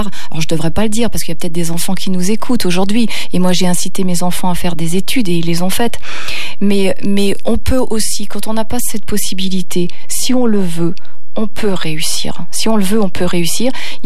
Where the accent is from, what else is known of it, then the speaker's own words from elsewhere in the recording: Hauts-de-France, France; born there; une petite partie de mon enfance dans le Nord.